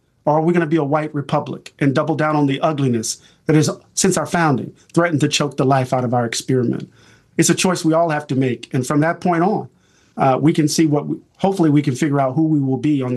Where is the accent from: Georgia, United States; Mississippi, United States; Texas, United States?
Mississippi, United States; Moss Point; I grew up in Mississippi. My dad was the second African-American hired at the post office in Pascagoula, Mississippi. He moved us to the other side of town in Moss Point